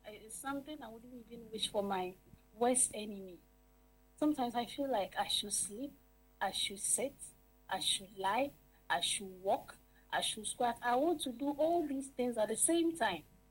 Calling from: Tarkwa, Western Region, Ghana; I'm calling from Takwa.

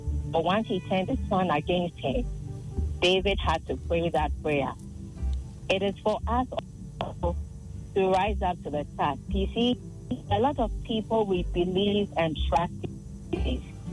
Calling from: Weija, Greater Accra, Ghana; I'm calling from Weja.

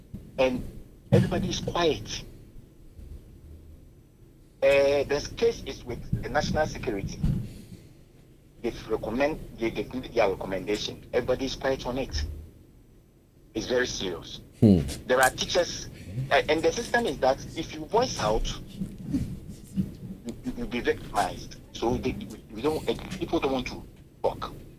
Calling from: Kumasi, Ashanti, Ghana; I'm calling from Kumasi.

